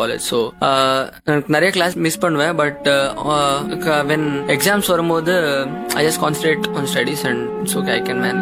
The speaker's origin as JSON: {"language": "Tamil", "town": "Hyderabad", "region": "Telangana", "country": "India", "tie": "born or raised there", "moved": "as an adult", "said": "நான் ஆக்சுவலி பிறந்து வளர்ந்ததெல்லாம் ஹைதராபாத் தான். பட் ஒரு ரியாலிட்டி ஷோக்காக நான் அங்கேருந்து இங்க வந்து பார்ட்டிசிபேட் பண்ணிருக்கேன்."}